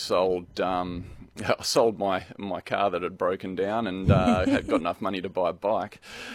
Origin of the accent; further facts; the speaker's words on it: Perth, Western Australia, Australia; growing up in Perth